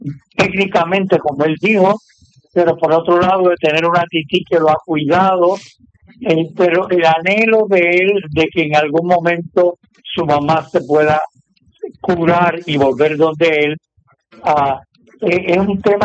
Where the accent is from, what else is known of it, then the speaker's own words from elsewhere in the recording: Lares, Puerto Rico; en Lares, de donde yo me crié